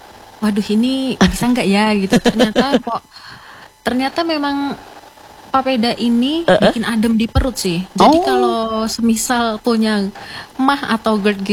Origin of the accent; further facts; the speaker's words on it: Central Java, Indonesia; now in Manokwari, Indonesia; Saya malah dari Jawa Tengah.